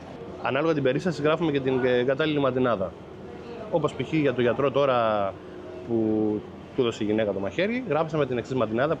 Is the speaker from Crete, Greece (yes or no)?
yes; Chania, Crete, Greece; born there; Εδώ, Χανιά.